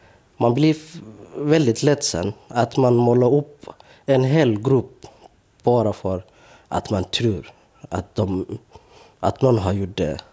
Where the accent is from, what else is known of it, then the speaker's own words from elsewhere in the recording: Somalia; now in Borlänge, Sweden; Vi är ju från Somalia.